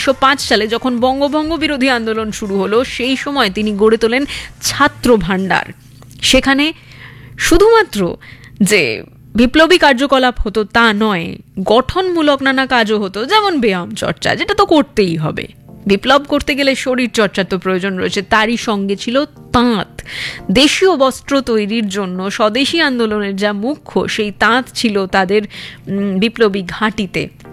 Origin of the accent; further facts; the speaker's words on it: West Bengal, India; আমাদের দেশ এই বাংলা, আমরা বাঙালি, আমরা ভারতবাসী